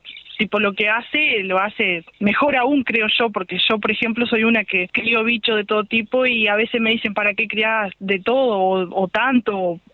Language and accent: Spanish; Cerro Largo, Uruguay; also born or lived in Melo, Uruguay; Yo nací para acá, para el lado de Caraguatá nomás. Yo nací, o sea, nací en Melo, pero digo, me crié acá en Rincón de Pereira en realidad.